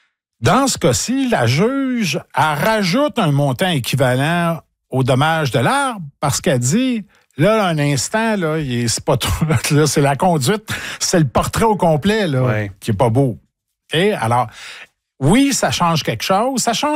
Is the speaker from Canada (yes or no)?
yes; Nicolet, Quebec, Canada; moi, je viens de Nicolette.